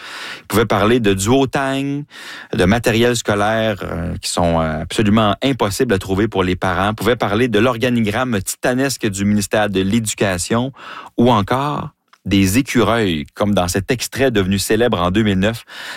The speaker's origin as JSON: {"language": "French", "region": "Quebec", "country": "Canada", "said": "Et pourtant, ben, ça se passe dans la vraie vie, chez nous, au Québec."}